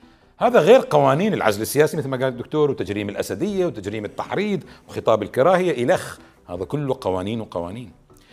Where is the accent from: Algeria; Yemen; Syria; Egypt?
Syria; نحن سوريين